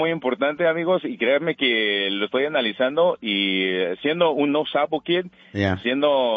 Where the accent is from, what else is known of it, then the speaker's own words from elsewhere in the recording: Nebraska, United States; born there; Mis papás son de Puebla, pero yo soy de Nebraska.